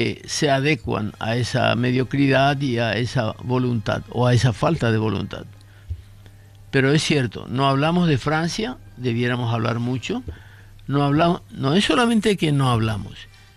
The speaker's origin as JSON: {"language": "Spanish", "country": "Paraguay", "said": "han permitido que nos reconozcamos como paraguayos"}